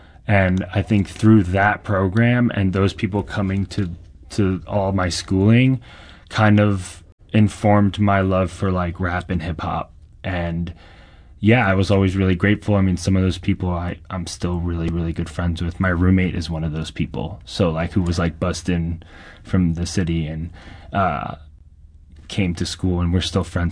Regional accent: United States; Through growing up in America with Iranian parents, my dad really liked rock

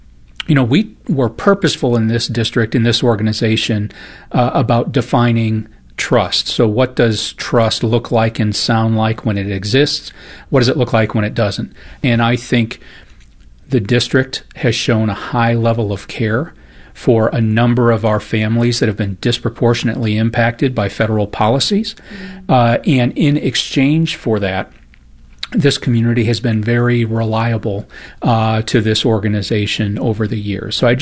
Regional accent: Illinois, United States; moved away as an adult; now in St. Louis, United States; I'm not from the St. Louis area. Originally, I'm from just outside Chicago

